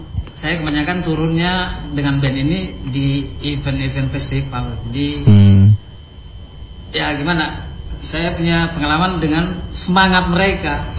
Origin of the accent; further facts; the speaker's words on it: Palu, Central Sulawesi, Indonesia; now in Gorontalo, Indonesia; Saya pernah pulang ke daerah saya ke Palu.